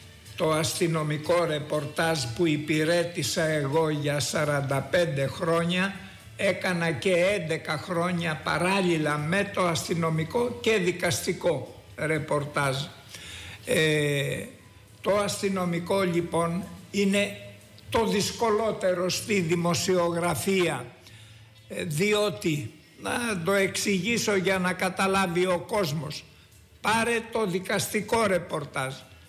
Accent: Western Greece, Greece; εγώ είμαι από Ετωλοακαρνανία.

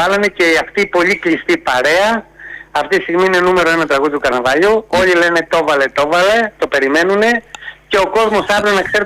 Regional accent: Patras, Western Greece, Greece; Αγαπάω την πόλη μου. Είμαι γέννημα Θερμαπατρινός.

